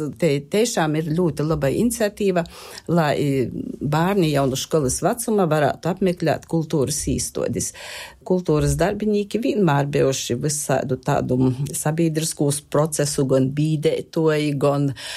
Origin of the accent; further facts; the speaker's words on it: Latgale, Latvia; first language Latgalian; Latgola ir mana dzimto puse. Latgaļies runāju savā moti stāva valūdā. Latgaļies arī atsagrīžos pēc studējām strodot.